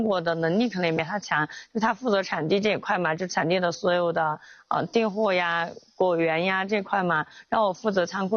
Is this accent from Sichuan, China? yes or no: yes; Huili, Sichuan, China; 吃石榴还得让我们本地人给你们挑。你看我们的会里石榴多好呀，汁多味甜的。我们家乡的石榴又大又甜。